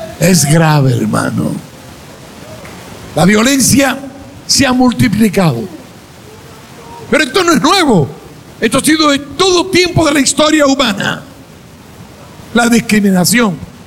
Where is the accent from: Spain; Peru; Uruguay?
Peru; Si somos peruanos.